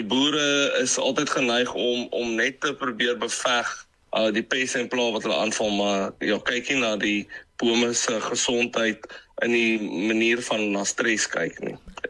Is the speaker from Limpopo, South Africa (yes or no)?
yes; Louis Trichardt, Limpopo, South Africa; moved away as an adult; die mooie dorpie waar ek groot geword het. Ek kom van Louis Trichardt af en natuurlik is landbou baie pertinent gedeelte van die dorp. So ek het met dit groot geword